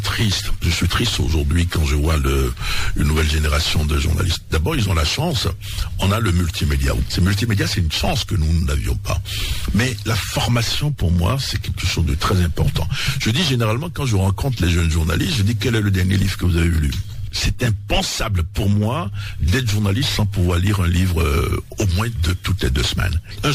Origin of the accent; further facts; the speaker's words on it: Abomey, Zou, Benin; moved away; Moi, je suis d'Abomey. Quand je viens, je vais à Abomey.